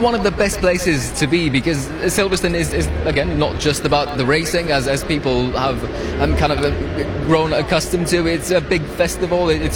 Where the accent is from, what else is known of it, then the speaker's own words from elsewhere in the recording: Romania; now in Northamptonshire, United Kingdom; growing up in Romania